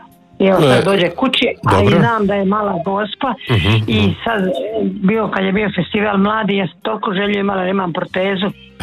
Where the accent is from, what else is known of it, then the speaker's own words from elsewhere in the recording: Nin, Zadar County, Croatia; Ja sam iz Nina